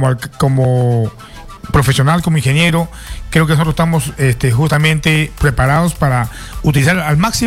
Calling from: Chosica, Lima, Peru; vivo en Chosica

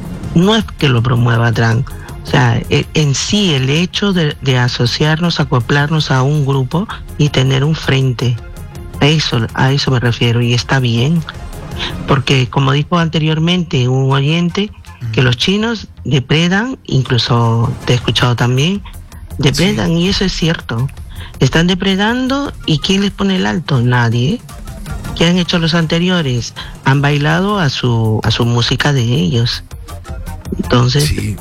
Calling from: Madrid, Community of Madrid, Spain; Te llamo desde Madrid.

